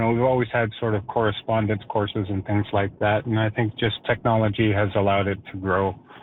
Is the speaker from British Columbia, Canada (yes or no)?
no; Sudbury, Ontario, Canada; born there; moved away; also born or lived in Japan / Nepal; I was born in Sudbury, and I moved away and was overseas for many years, and I just recently returned.